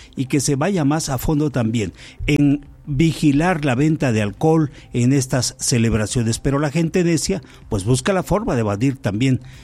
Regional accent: Mexico; nosotros como mexicanos

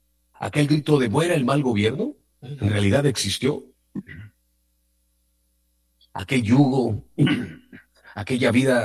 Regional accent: Mexico; que sea una gran convivencia como mexicanos

